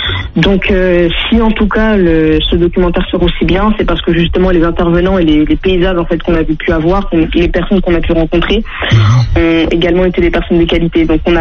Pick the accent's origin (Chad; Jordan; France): France; now in Martinique; Non, pas du tout. Je suis née, j'ai grandi en Hexagone.